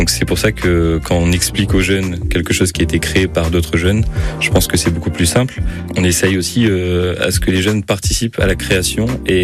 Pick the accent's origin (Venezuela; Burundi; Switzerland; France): France; Béthune, Hauts-de-France; j'ai 21 ans, je viens de Béthune.